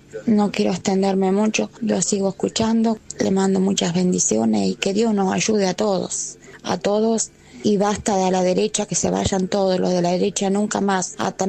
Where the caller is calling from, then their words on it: San Cristóbal, Argentina; de San Cristóbal.